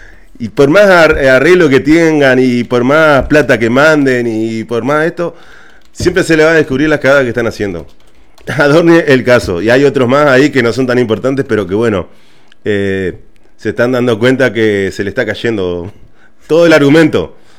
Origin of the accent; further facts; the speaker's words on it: Argentina; Somos todo argentinos